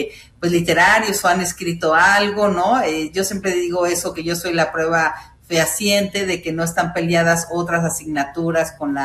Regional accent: Mexico

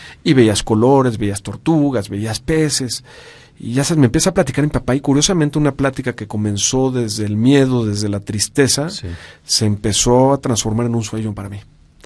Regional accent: Hidalgo, Mexico; born there; also born or lived in Mexico City; yo nací aquí en la Ciudad de México en 1972 y recién nacido me fui a vivir a un pueblo muy pequeñito, pero muy pequeñito. En ese entonces no viven más de 200 personas en ese pueblo

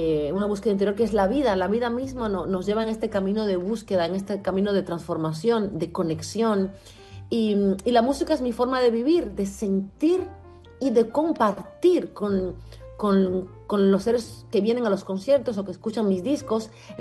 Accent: Havana, Cuba; born there; Alamar es el lugar donde nací, en La Habana. Alamar es un barrio de La Habana, en las afueras, cerca del mar.

